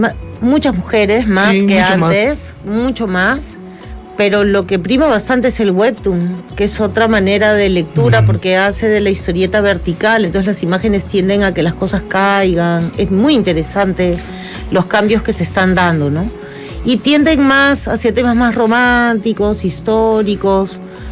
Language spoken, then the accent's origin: Spanish; Peru